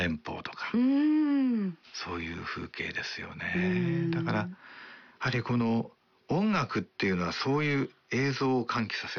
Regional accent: Toyama, Japan; 私にまあふるさとは富山ですけれど、はい、あのまあ米どころなもんですから、

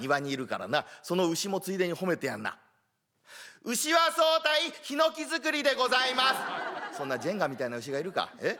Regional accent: Betsukai, Hokkaido, Japan; moved away; 実は私、生まれましたところが北海道なんですね。北海道の別海という町で生まれました。別れる海の町と書くんですが、これが人口がだいたい今、1万人ちょっとの町なんですね。で、主な産業が酪農業、いわゆる牛の乳搾り。

